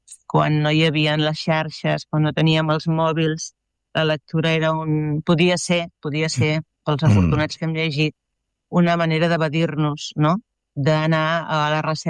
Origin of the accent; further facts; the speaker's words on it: Tarragona, Catalonia, Spain; jo sóc del sud, de Tarragona.